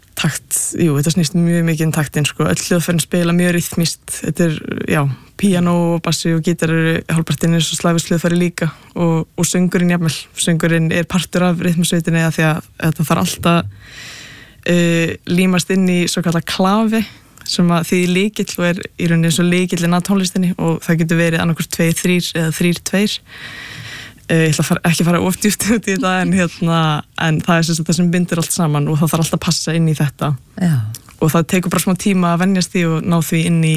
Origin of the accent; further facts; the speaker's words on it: Capital Region, Iceland; Nei, ég er ættu að vestan ég úlst upp bara hérna bara á höfburgarsvæðinu sko.